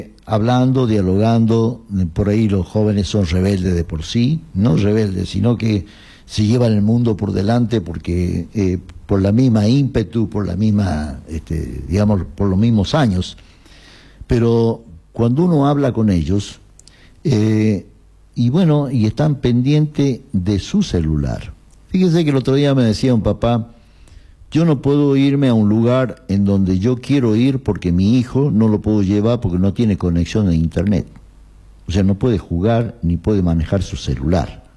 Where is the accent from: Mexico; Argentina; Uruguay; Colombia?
Argentina; somos los argentinos